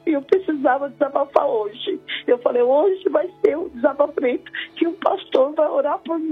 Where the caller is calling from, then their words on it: Ribeirão Pires, São Paulo, Brazil; Ribeirão Pires, agora